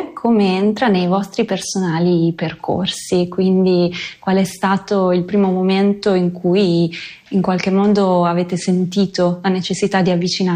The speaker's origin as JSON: {"language": "Italian", "region": "Veneto", "country": "Italy", "said": "Oggi in conduzione ci sono io … vi porto dalle mie parti, ovvero in terre veneziane."}